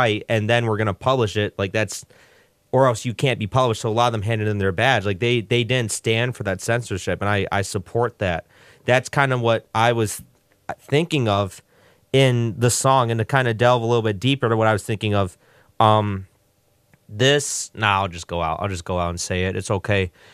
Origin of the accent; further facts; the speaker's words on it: Joliet, Illinois, United States; I'm from Joliet